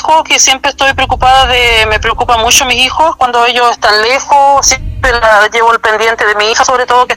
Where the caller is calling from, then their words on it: Puqueldón, Los Lagos, Chile; De la isla, sí, de la isla Chiloé, bueno, una pequeña isla que se llama Lemuy. La comuna Puqueldón.